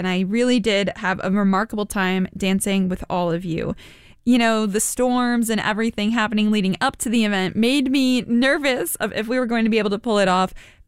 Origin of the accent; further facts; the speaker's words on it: Midwest, United States; now in Baltimore, United States; I'm from the Midwest